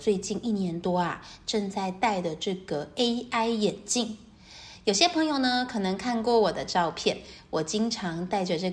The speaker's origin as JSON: {"language": "Chinese", "country": "Taiwan", "lives_now": "Hangzhou, China", "said": "Hello， 大家好，"}